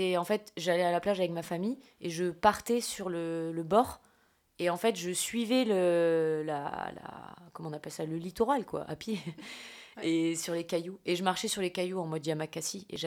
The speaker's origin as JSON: {"language": "French", "country": "Mayotte", "tie": "born or raised there"}